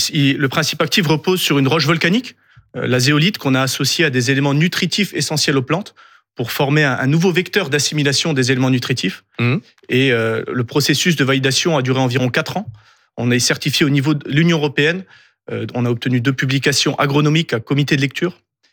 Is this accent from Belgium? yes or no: no; Grand Est, France; De Rémerin. Rémerin en Moselle